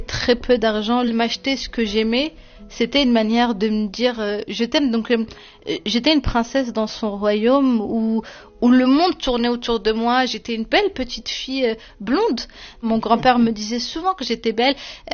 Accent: Oujda, Oriental, Morocco; born or raised there

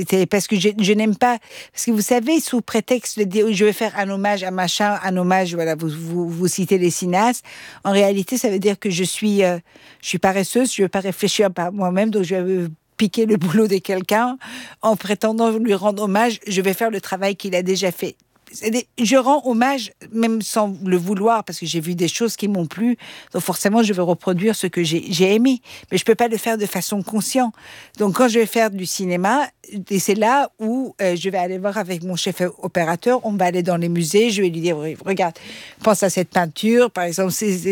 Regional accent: Austria; born or raised there; first language Persian; French is a second language

